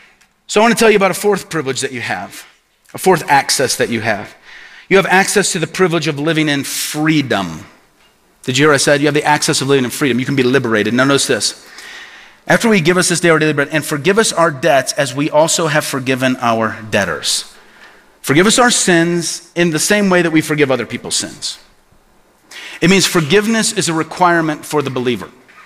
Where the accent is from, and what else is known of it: Peoria, Illinois, United States; born or raised there